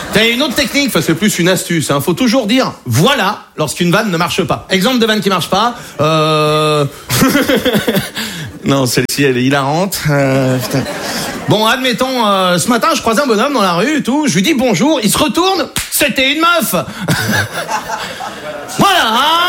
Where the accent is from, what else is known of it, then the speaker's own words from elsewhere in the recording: Brittany, France; je suis breton, j'ai 21 ans.